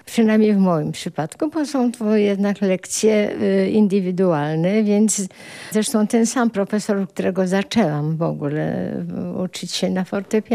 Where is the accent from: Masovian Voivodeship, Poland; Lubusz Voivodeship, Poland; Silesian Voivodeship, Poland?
Masovian Voivodeship, Poland; Warsaw; Dorastałam w domu pod królami.